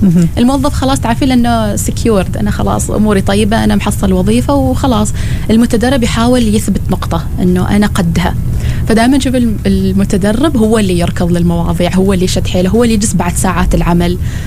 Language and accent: Arabic; Muscat, Muscat Governorate, Oman; نفس فكرة اللهجات عندنا نحن في مسقط